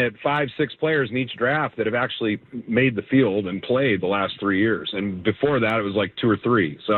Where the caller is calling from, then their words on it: Sacramento, California, United States; Sacramento.